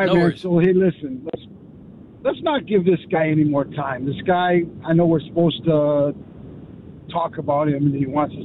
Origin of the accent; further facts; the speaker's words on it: Chicago, Illinois, United States; Now, I'm from Chicago, grew up two blocks from Wrigley Field.